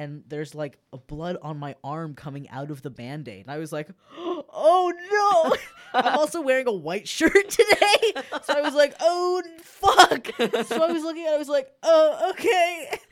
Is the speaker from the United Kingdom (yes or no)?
no; Canada; Because what else are you doing? I'm Canadian.